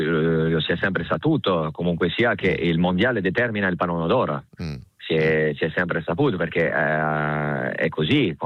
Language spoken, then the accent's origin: Italian; France; Italian is a second language; non perché sono francese